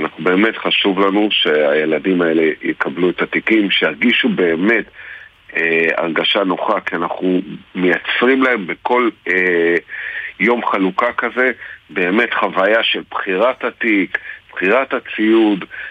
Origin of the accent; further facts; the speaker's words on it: Hadera, Haifa District, Israel; אנחנו מחדרה